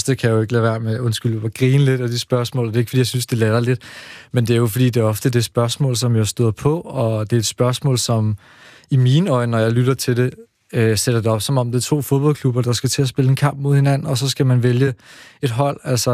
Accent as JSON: {"language": "Danish", "town": "Slagelse", "region": "Zealand", "country": "Denmark", "tie": "born or raised there", "said": "Altså jeg er vokset op i delvist i Slagelse, hvor at jeg flere gange er blevet enten troet eller jagtet på baggrund af, hvor jeg er fra."}